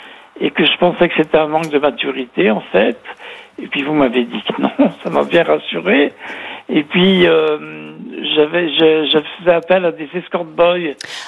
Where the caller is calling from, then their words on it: Villefranche-sur-Saône, Auvergne-Rhône-Alpes, France; moi je suis à Villefranche-sur-Saône